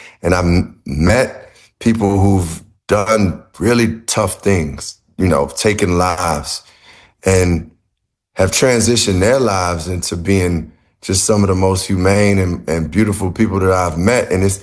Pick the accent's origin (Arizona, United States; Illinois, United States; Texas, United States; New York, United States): Illinois, United States; Chicago; And growing up in Chicago, you know, basketball was part of the culture where I grew up in, like, that was the dream.